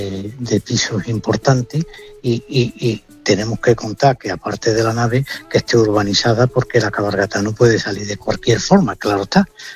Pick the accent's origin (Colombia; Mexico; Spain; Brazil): Spain; Seville, Andalusia; somos muy sevillanos.